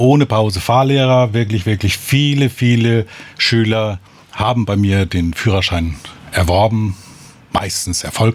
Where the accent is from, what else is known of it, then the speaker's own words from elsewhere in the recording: Hamburg, Germany; Ursprünglich komme ich aus Hamburg und da ist schon eine andere Stimmung. Von Hamburg ins Rhein-Main-Gebiet war schon ein Umstieg